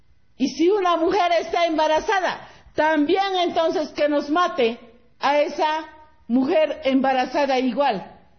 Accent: Bolivia; nuestro Estado Plurinacional de Bolivia.

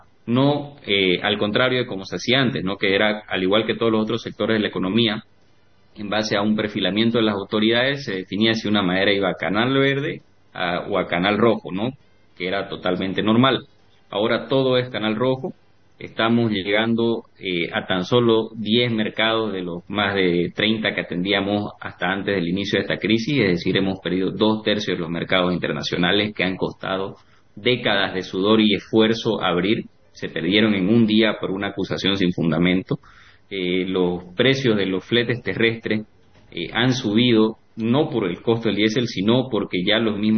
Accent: Bolivia; defendiendo nuestra reputación como boliviano, como empresario

